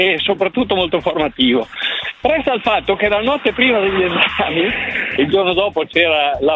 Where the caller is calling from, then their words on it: Parma, Emilia-Romagna, Italy; Da Parma.